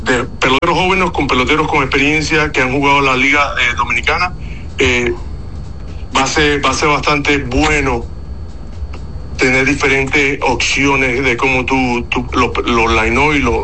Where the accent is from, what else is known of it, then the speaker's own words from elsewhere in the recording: Venezuela; yo soy latino, yo soy venezolano